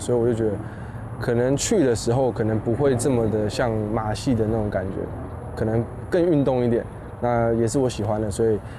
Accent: Taiwan

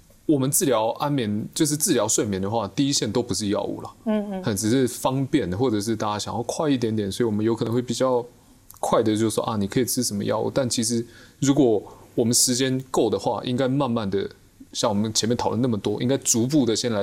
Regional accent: Taiwan

